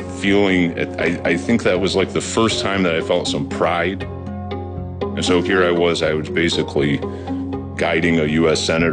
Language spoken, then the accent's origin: English; Grayling, Michigan, United States; I'm from Michigan and he was our senator.